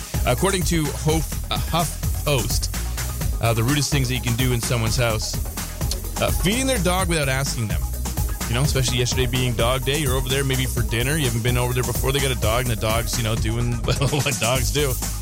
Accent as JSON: {"language": "English", "country": "Canada", "tie": "born or raised there", "said": "You know, growing up in Canada, we just didn't wear our shoes in the house"}